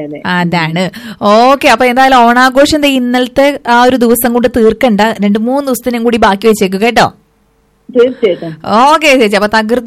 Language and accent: Malayalam; Thrissur, Kerala, India; moved away; ഞാൻ തൃശ്ശൂരാണ് കേട്ടോ എന്റെ നാട്. നമുക്കറിയാലോ, അറിയാത്തവർക്ക് വേണ്ടി ഞാൻ വീണ്ടും പറയുന്നു, എന്റെ സ്ഥലം തൃശ്ശൂരാണ്.